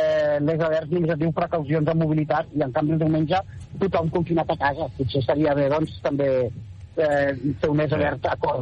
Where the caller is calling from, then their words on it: Granollers, Catalonia, Spain; estem aquí a Estic de Granollers, jo soc de Granollers